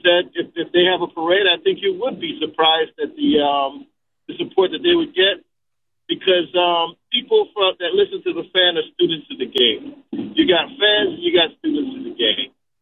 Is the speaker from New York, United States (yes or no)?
yes; New York City, New York, United States; Well, Big G, I've been in Brooklyn all my life.